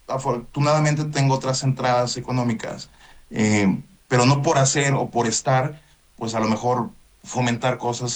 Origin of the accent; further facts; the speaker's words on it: Mexico City, Mexico; now in Mazatlán, Mexico; Yo nací en la Ciudad de México, viví